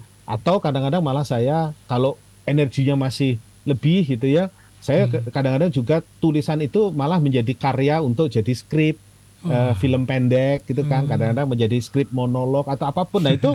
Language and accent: Indonesian; Java, Indonesia; Nah ini saya orang Jawa.